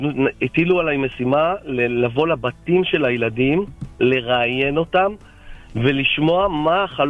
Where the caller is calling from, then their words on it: Haifa, Haifa District, Israel; אני מחיפה ומירושלים.